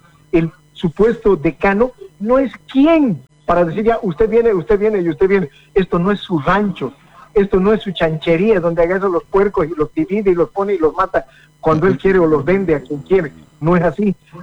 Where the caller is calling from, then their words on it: Montero, Santa Cruz, Bolivia; mi Bolivia por la ignorancia de los bolivianos nos estamos perdiendo. Mi Montero por la ignorancia del ciudadano también, Tomás, se está yendo al tacho